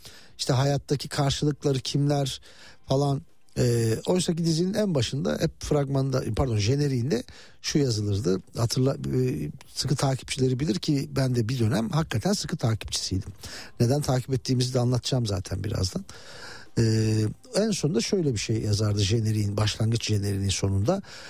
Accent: Muş, Muş Province, Turkey; Muşspor. Benim memleketim yenmiş.

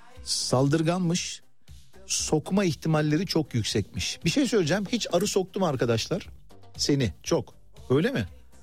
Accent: Malatya, Turkey; Köye de ben mesela gittim de, ben Malatyalıyım, yıllar evvel küçüklüğümde Malatya'ya gittiğim zaman

